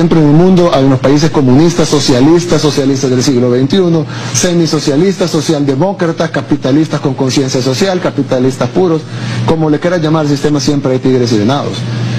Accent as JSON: {"language": "Spanish", "country": "El Salvador"}